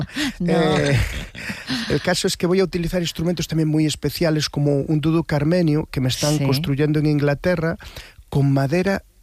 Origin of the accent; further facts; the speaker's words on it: Galicia, Spain; a 5 kilómetros solo de mi pueblo, por donde hoy pasa una autovía.